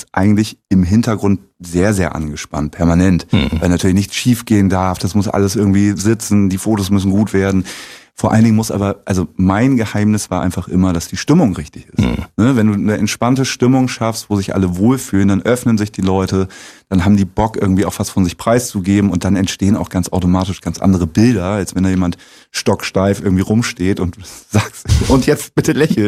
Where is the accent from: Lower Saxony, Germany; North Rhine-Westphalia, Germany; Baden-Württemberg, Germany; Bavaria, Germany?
Lower Saxony, Germany; now in Zeuthen, Germany; Ich bin Brandenburger, Wahlbrandenburger. Ich wohne seit jetzt 6 Jahren in Zeuthen